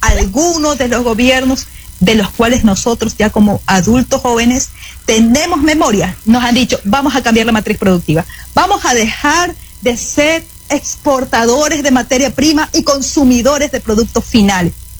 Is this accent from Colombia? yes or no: no; Ecuador; Eso tenemos que tenerlo claro como ecuatoriano